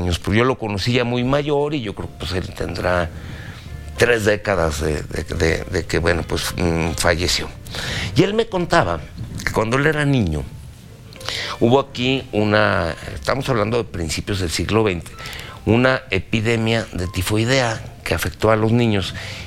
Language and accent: Spanish; Mexico